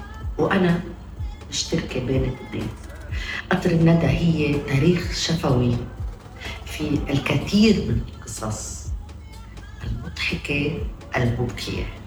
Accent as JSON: {"language": "Arabic", "country": "Palestine", "said": "حياتنا كفلسطينيين"}